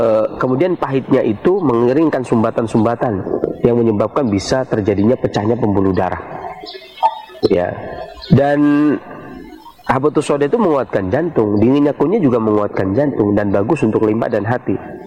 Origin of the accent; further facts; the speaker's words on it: Indonesia; Berbeda dengan orang-orang di negeri kita, Jawa itu jamunya keruh